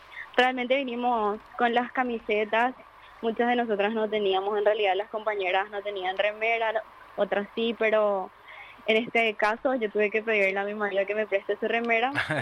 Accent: Paraguay; como nación, como paraguayos, que somos de una raza fuerte.

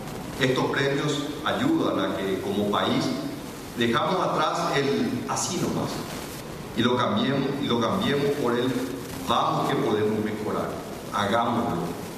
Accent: Paraguay

